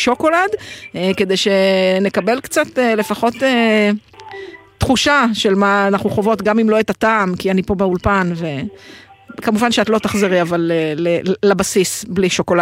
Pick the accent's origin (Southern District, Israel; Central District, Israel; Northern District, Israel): Northern District, Israel; Jezreel Valley; אני משם, אני מעמק ישראל, איך אני יכולה שזה לא יהיה נצרת?